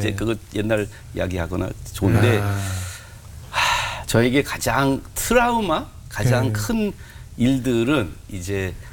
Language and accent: Korean; South Korea; born there; 저 여기서 태어났는데요